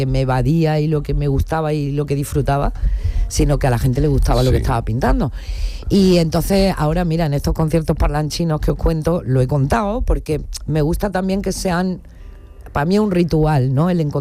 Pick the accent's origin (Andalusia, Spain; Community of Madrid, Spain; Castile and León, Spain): Andalusia, Spain; La Zubia; me presenté con un seudónimo al cartel del carnaval de mi pueblo, que es La Zubia, en Granada, y lo gané.